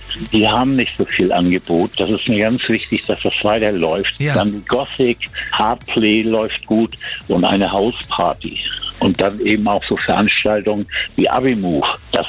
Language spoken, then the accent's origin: German; Schleswig, Schleswig-Holstein, Germany; Ich war schon so oft irgendwo in Deutschland, wo kommst du her aus Schleswig?